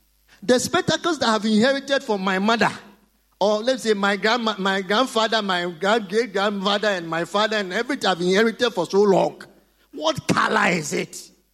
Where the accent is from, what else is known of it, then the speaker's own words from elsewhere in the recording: Ghana; I'm a Ghanaian, a proud one.